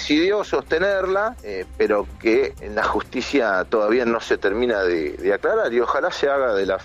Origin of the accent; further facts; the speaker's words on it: Argentina; tristemente es algo que nos pasa no solo como la Libertad Avanza, sino como argentinos